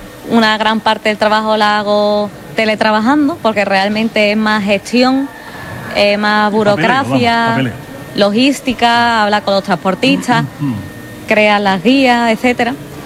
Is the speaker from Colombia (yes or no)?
no; Andalusia, Spain; yo soy de la Serranía